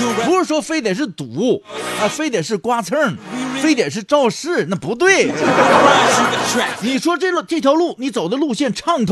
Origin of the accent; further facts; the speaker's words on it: Panjin, Liaoning, China; 这我得说说德胜的这事儿啊，那是我的家乡的